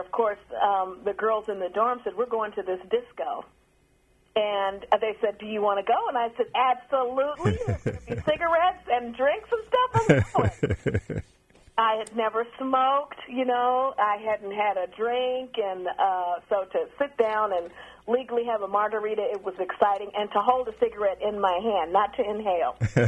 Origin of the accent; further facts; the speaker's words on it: Los Angeles, California, United States; told him I was a singer from Los Angeles that was a student at Houston Tillotson, and that, you know, I had been singing in L.A., and which I was lying about.